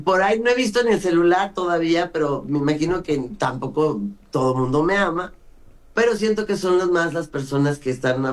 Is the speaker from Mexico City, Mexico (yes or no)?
yes; Mexico City, Mexico; also born or lived in Brazil; cuando llegamos de Brasil, que se murió mi papá, nos fuimos a vivir a una vecindad a Clavería, que está al lado de Azcapotzalco, donde hice la preparatoria. Crecí en Popotla